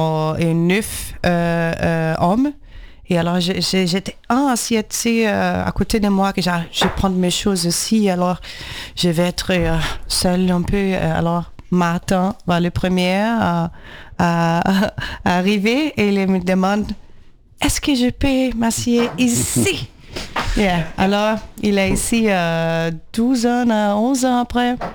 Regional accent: Brazil; French is a second language; moved away; Je suis brésilienne.

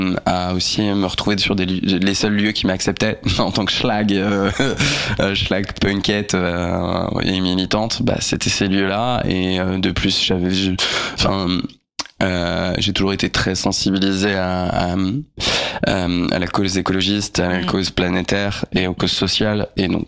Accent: Tours, Centre-Val de Loire, France; Parce que moi, en fait, j'ai grandi à Tours.

